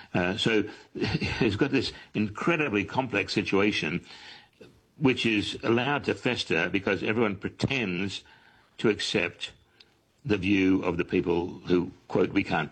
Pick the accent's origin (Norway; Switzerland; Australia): Australia; now in United States; This is a trait, as an Australian, I keep seeing in the United States as well.